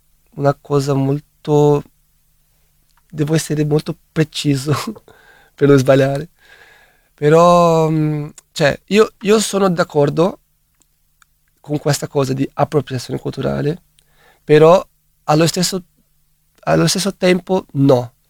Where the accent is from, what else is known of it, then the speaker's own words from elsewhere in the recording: Brazil; Italian is a second language; moved away; Io sono brasiliano